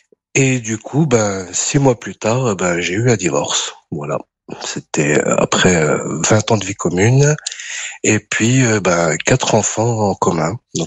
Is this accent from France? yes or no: yes; France; born there; Bah après, moi, je suis né en France.